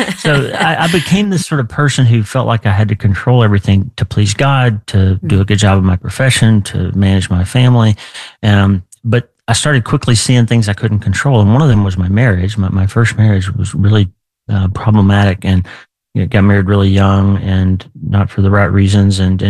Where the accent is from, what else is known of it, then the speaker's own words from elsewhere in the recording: Oklahoma, United States; Yeah. So I grew up in Oklahoma in a small town